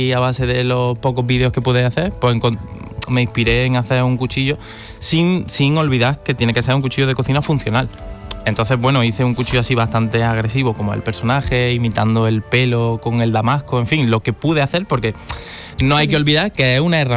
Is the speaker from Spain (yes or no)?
yes; Spain; Porque soy español.